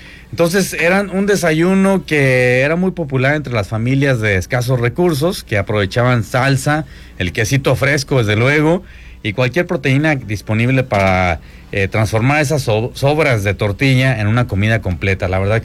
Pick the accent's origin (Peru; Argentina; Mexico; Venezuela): Mexico; el mexicano, pues somos de buen diente